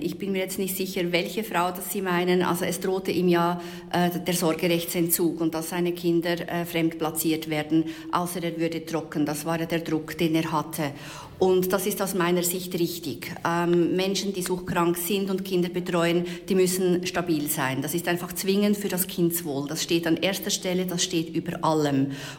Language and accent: German; Switzerland; ich komme natürlich aus der Schweiz.